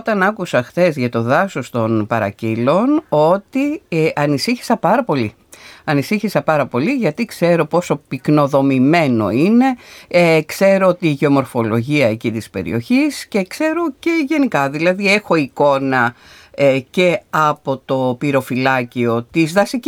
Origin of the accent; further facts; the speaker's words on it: Mesta, North Aegean, Greece; born there; στο χωριό μου, εκεί που γεννήθηκα, στα μεστά της Χίου.